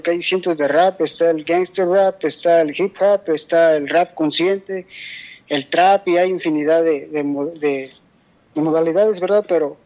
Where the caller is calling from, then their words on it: Michoacán, Mexico; yo soy del Merito Marijo, oiga, es un ranchito pegadito aquí a Guandacareo, frontera con Guandacareo, pero yo pertenezco a Chucándero. Mi rancho se llama El Marijo y es frontera con Guandacareo.